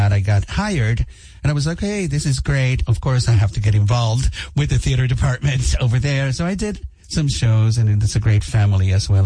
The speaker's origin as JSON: {"language": "English", "country": "Cuba", "also_born_or_lived": "New York, United States / Nashville, United States", "second_language": "English", "moved": "yes", "said": "I came from Cuba and I went to New York and I studied in New York."}